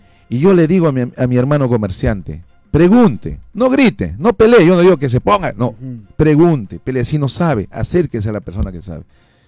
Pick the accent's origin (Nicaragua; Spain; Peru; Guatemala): Peru; nuestro Perú tiene mucho